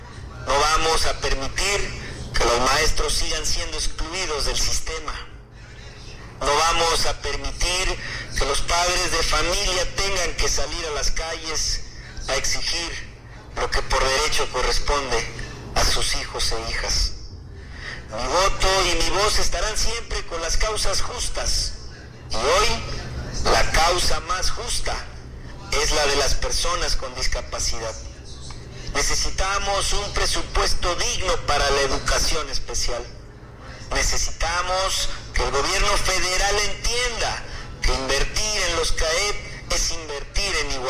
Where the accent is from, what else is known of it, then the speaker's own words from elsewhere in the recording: Acapulco, Guerrero, Mexico; En Acapulco, el lugar de donde soy originario, de donde nací